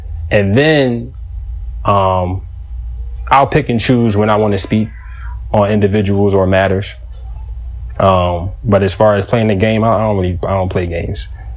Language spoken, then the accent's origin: English; Philadelphia, Pennsylvania, United States; I might have been 19, 20. And again, I came from Philadelphia, Bartram graduate.